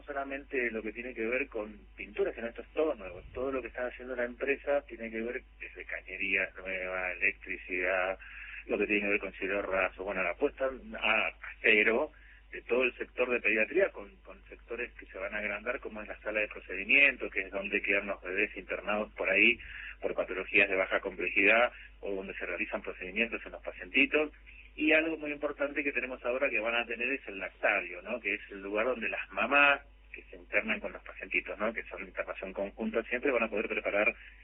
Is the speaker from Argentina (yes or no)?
yes; Curuzú Cuatiá, Corrientes, Argentina; now in Puerto Iguazú, Argentina; Yo soy de Cruzucuatía.